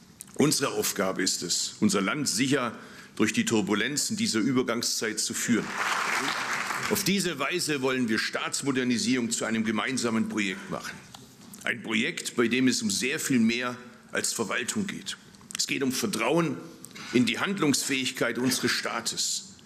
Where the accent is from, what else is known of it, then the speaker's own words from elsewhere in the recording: Bad Urach, Baden-Württemberg, Germany; born there; Ich bin vor 60 Jahren in Urach zur Welt gekommen. Ich bin ein Kind dieses Landes